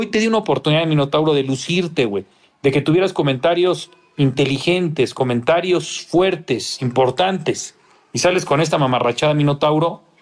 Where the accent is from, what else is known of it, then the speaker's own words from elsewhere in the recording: Ciudad Satélite, State of Mexico, Mexico; Yo también soy mexiquense, yo de satélite